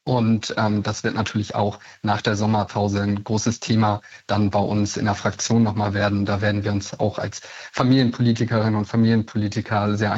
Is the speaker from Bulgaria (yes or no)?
no; Schleswig-Holstein, Germany; schafft es Nordfriesland, da wo ich herkomme, zumindest schon mal 28% Rückgriffquote zu erreichen.